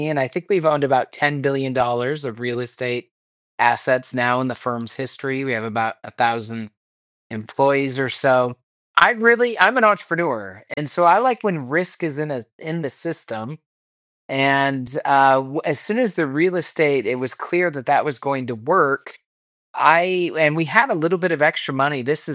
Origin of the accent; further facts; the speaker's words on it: Spokane, Washington, United States; I grew up in Spokane, Washington, the oldest of six kids in a very traditional conservative home and religion, et cetera, et cetera.